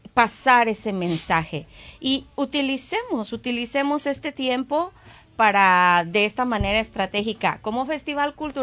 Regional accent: Mexico; moved away; soy mexicana.

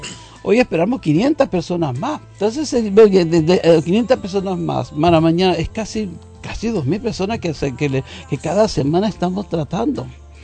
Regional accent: Venezuela; now in United States; yo como venezolano anhelaría que un día tuviéramos el consulado de Venezuela acá.

